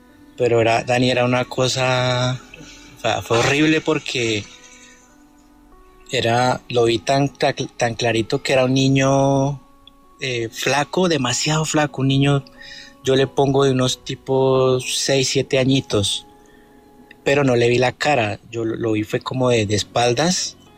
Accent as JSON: {"language": "Spanish", "town": "Tabio", "region": "Cundinamarca", "country": "Colombia", "said": "Eso fue en el año 2011, uh-huh. En Tabio. Yo soy de Tabio."}